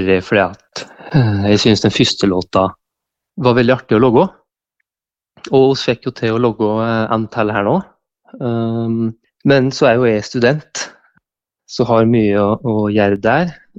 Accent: Fåvang, Innlandet, Norway; plassen der jeg kommer ifra

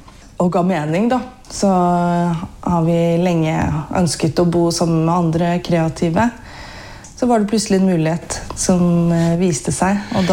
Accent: Geilo, Buskerud, Norway; Ja, jeg kommer fra Hallingdal, da. Jeg kommer fra Geilo, men det hører man ikke så godt heller. Men oppvokst på Geilo, men familien er fra Vestlandet, da.

